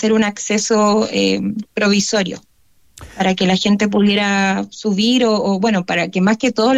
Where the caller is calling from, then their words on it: Chile; somos los chilenos